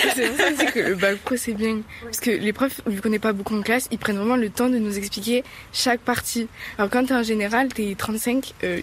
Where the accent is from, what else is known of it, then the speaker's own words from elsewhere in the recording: Montauban, Occitanie, France; born there; je suis née à Montauban et j'habite à Quéus.